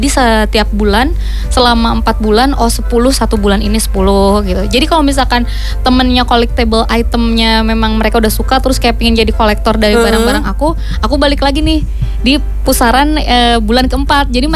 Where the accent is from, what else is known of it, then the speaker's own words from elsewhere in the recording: Tasikmalaya, West Java, Indonesia; also born or lived in Bandung; aku tuh sebenarnya Sunda banget karena aku gede di Tasikmalaya, di bawah Gunung Galunggung.